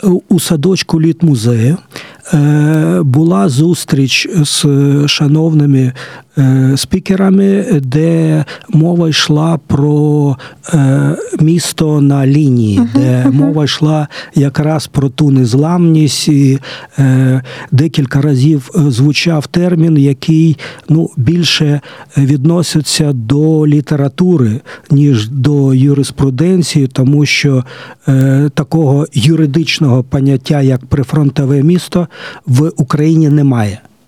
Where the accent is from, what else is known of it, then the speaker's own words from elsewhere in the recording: Zaporizhzhia, Zaporizhzhia Oblast, Ukraine; від мого рідного Запоріжжя